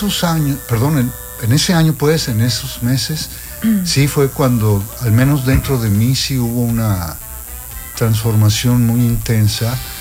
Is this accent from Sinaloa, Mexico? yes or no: yes; Mazatlán, Sinaloa, Mexico; born there; moved away as an adult; now in Cancún, Mexico; yo nací allá en Mazatlán.